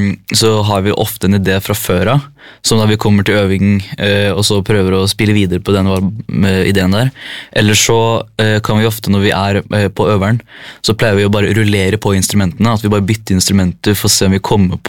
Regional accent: Halden, Østfold, Norway; vi er fra Halden forresten

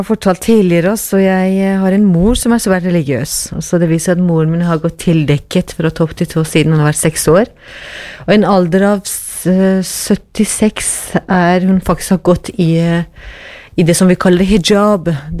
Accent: Iran; Norwegian is a second language; now in Norway; og det gjør slik at jeg ikke kan reise til mitt hjemland. Men jeg er muslim, men jeg er gift med katolikk, og etter ekteskapsloven i Iran

